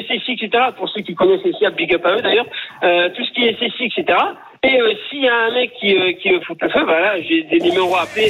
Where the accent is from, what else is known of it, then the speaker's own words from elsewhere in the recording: Hauts-de-France, France; pardon, je suis du Nord, mais rien de tout ça.